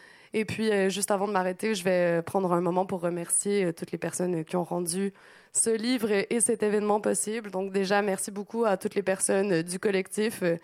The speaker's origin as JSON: {"language": "French", "region": "Quebec", "country": "Canada", "tie": "born or raised there", "moved": "as an adult", "lives_now": "Paris, France", "said": "je suivais à distance du Québec parce que je suis originaire du Québec. Donc, quand je suis arrivée à Paris"}